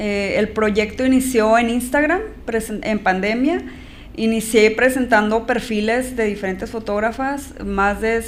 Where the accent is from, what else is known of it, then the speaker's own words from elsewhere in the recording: Hidalgo del Parral, Chihuahua, Mexico; moved away; yo soy de aquí de Parral